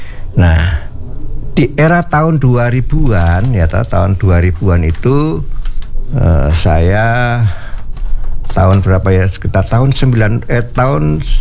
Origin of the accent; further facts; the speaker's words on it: Surakarta, Central Java, Indonesia; now in Jakarta, Indonesia; Tapi hampir rata-rata saya menciptakan lagu itu setelah saya hijrah ya, habis dari kota Solo ke Jakarta.